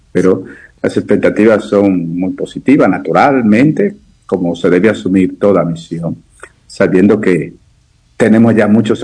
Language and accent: Spanish; San Francisco de Macorís, Duarte, Dominican Republic; yo soy de San Francisco